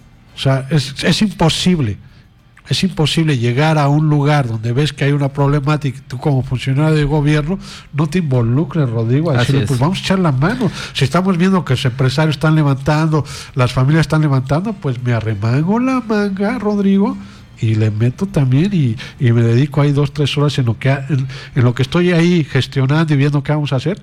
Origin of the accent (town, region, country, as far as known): Mexico